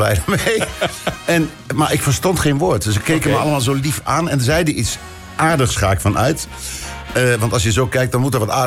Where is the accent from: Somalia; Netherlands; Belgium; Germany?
Germany; Dutch is a second language; En ik ben Duitser, geboren en getogen.